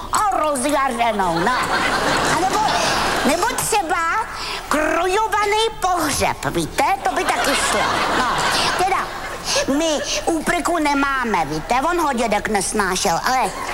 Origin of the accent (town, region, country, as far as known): Prague, Czechia